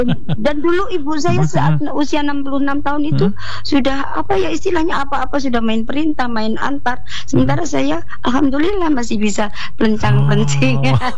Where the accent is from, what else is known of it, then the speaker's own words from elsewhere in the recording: Java, Indonesia; Bagaimanapun Allah yang membuat saya terlahir di Jawa. Saya tidak terlahir di negara lain selain Jawa.